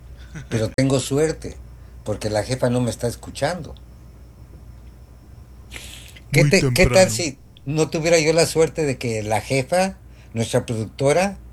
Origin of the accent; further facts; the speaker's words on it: Mexico; Porque el año pasado la tenía programada, pero no, como buen mexicano.